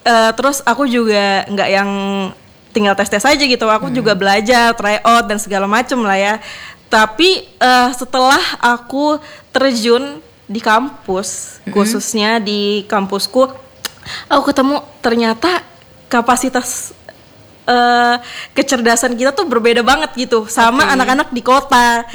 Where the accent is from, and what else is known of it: Samboja, East Kalimantan, Indonesia; born or raised there